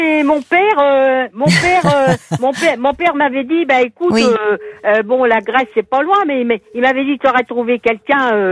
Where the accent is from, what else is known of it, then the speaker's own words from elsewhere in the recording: Normandy, France; Oui, parce que je suis normande, mais j'ai toujours adoré le soleil et la chaleur.